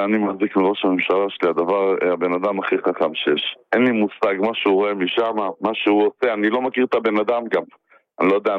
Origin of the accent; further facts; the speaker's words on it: Northern Israel, Israel; אני בא מהצפון, אני חבר כנסת שהיה מפונה